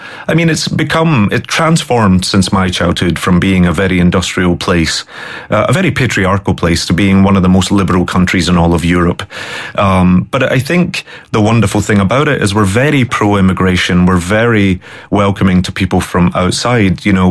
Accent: Glasgow, Scotland, United Kingdom; You know, I'm a Glaswegian, I'm a Scotsman, that's what I am to my bones.

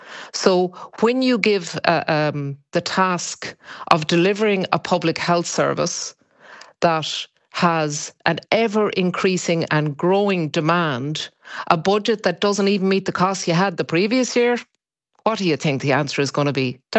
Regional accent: Ireland; all of us as Irish citizens and Irish people living in Ireland

